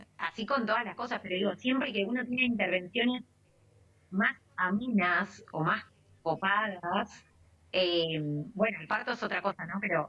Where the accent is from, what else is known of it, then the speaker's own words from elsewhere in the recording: La Plata, Buenos Aires Province, Argentina; Sí, yo soy de La Plata.